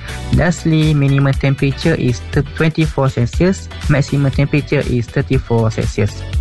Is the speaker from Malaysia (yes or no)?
yes; Malaysia; from Malaysia